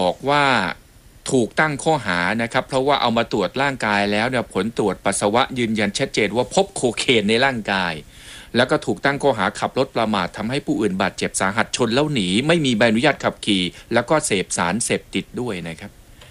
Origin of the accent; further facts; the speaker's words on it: Ko Samui, Surat Thani, Thailand; born there; ที่นี่แหละฮะสมุยนั่นแหละครับ